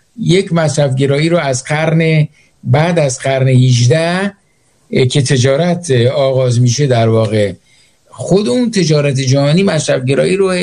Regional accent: Iran; now in Sweden; همین که گفتی از سوئد میام ما فکر می‌کنیم تو سوئدی هستی. گفتم نه با من اصلا از ایران میام، ولی سوئد هر جا که میریم بیرون

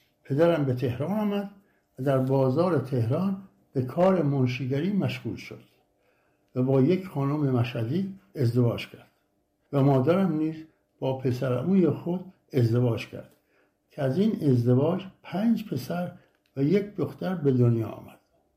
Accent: Hamadan, Iran; born there; در شهر همدان، محله بابا طاهر، در یک خانواده سنتی و مذهبی در فروردین سال 1326 متولد شدم.

